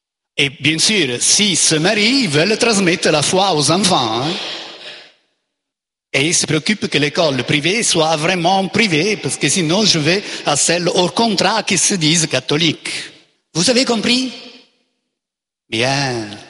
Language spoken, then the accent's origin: French; Italy; moved away; l'Italie, mon pays d'origine